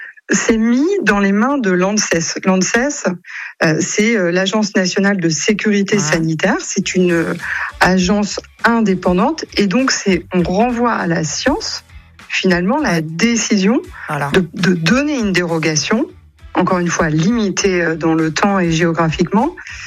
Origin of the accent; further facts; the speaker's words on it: France; certaines exportations qui sont des exportations produites dans des conditions moins bonnes que chez nous en France.